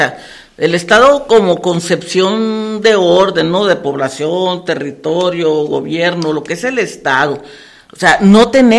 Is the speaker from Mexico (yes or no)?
yes; Mexico